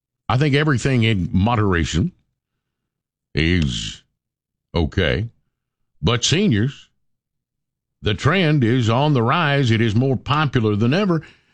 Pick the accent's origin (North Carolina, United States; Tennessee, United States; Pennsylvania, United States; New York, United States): Tennessee, United States; And growing up in Sevier County, it was very, usually pretty easy to find some Cosby Crypto, some homegrown.